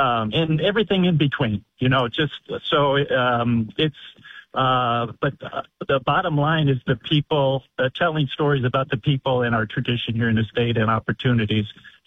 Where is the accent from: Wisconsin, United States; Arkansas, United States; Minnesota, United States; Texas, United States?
Wisconsin, United States; Racine County; I grew up in Racine County